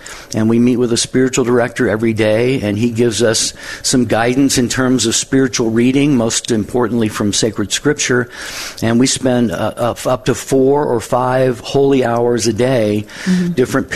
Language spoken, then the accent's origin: English; Samoa; now in Texas, United States; raised in a Catholic church in Samoa, and I'm listening from Texas